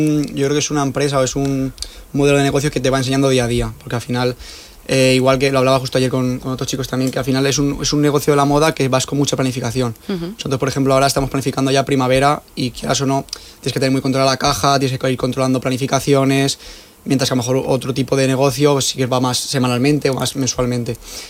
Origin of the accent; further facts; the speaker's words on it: Villar del Arzobispo, Valencian Community, Spain; Yo soy de Villar del Arzobispo, uh-huh, y es un pueblo pequeñito